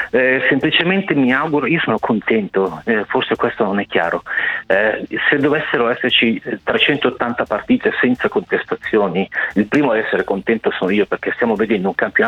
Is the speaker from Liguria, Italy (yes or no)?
no; Como, Lombardy, Italy; essendo comasco